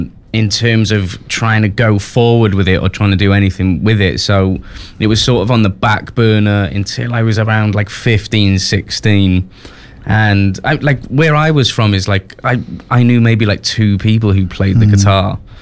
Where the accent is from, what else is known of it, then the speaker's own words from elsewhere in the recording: Wales, United Kingdom; born there; I'm originally from West Wales